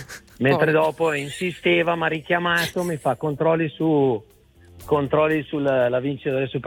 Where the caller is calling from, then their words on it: Brianza, Lombardy, Italy; da buon brianzolo